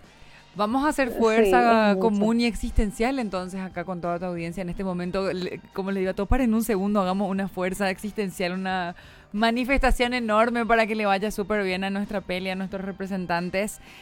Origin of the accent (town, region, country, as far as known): Paraguay